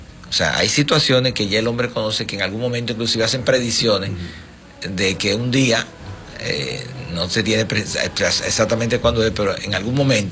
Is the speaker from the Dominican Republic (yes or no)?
yes; Dominican Republic